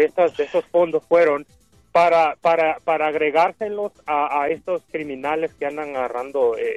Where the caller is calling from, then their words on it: North Carolina, United States; yo aquí vivo en Carolina del Norte